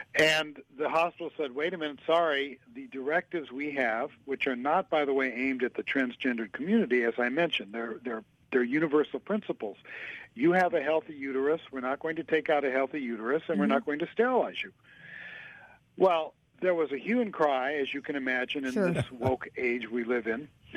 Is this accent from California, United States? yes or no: yes; California, United States; I know I'm from California, I know what's happening.